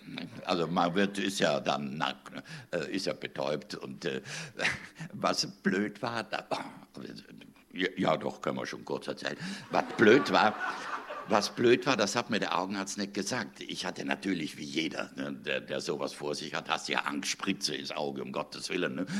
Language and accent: German; Trentino-Alto Adige, Italy